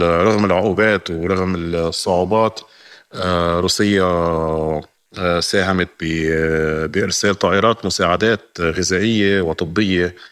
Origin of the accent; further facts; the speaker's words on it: Lebanon; الجنوب هو شقفة منا، والبقاع هو شقفة منا، وكل لبنان هو شقفة منا.